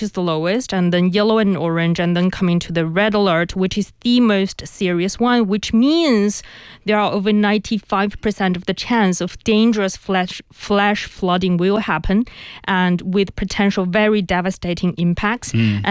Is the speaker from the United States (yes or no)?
no; Inner Mongolia, China; English is a second language; and even my hometown. You know, it's a very, very inland region in the Mongolia. We are also affected by typhoons.